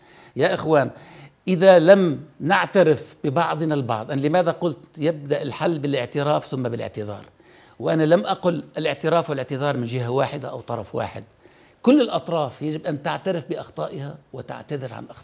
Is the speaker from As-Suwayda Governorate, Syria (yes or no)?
yes; As-Suwayda Governorate, Syria; أنا قريتي نصفها مسيحيون ونصفها الآخر دروز، تم نبش مقبرة المسيحيين في قرية الصور الكبيرة